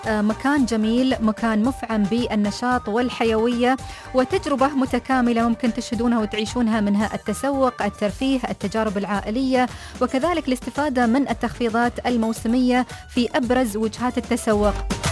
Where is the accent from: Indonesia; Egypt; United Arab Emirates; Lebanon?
United Arab Emirates; ما شاء الله في دولة الإمارات عندنا إنتاجات محلية كثيرة لأنواع مختلفة ومتعددة للتمور والرطب.